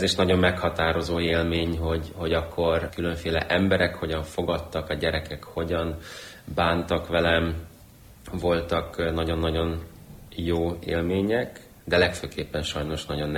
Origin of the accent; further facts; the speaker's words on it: Hungary; born there; Hungarian is a second language; also born or lived in Ukraine; Én Ukrajnában születtem, 8 éves koromig ukránként nőttem föl, gyakorlatilag negyed részben vagyok magyar a nagypapám révén. És amikor 8 éves voltam, 2003-ban költöztünk Magyarországra